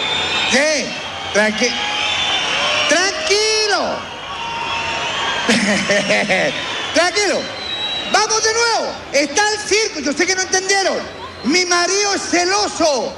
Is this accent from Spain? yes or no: no; La Florida, Santiago Metropolitan Region, Chile; Yo soy de la Floriguana, o sea, de la Florida. Yo soy de ahí.